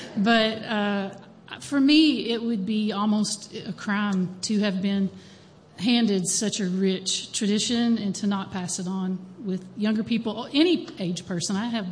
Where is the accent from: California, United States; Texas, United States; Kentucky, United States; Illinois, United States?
Kentucky, United States; I grew up in Letcher County, but I also learned a lot of music in Clay County.